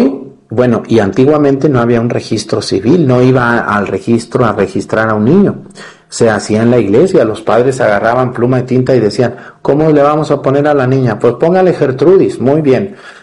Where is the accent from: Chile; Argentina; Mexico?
Mexico